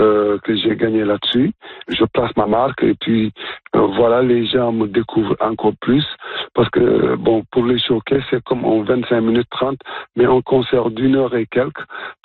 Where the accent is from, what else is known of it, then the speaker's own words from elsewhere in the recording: Ontario, Canada; Et j'étais tellement content quand je me présentais en tant que franco-ontarien.